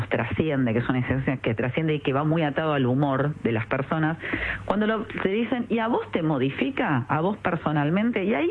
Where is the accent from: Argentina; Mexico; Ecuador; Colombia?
Argentina; nosotros como argentinos